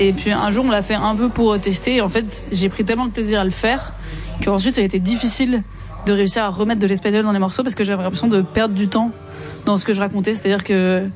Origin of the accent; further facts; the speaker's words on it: Marseille, Provence-Alpes-Côte d'Azur, France; oui, parce que moi je suis de Marseille à la base.